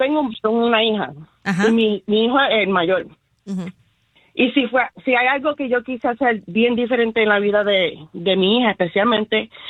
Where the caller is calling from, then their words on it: Puerto Rico; Como hija puertorriqueña